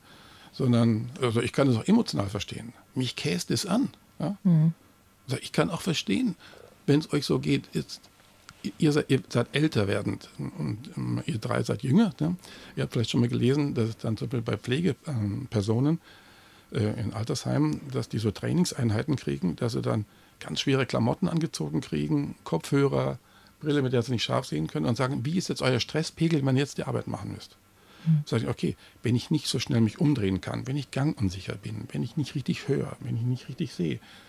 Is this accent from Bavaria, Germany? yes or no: yes; Bavaria, Germany; now in Baden-Württemberg, Germany; ich bin alt genug zu sagen, ich komme aus Bayern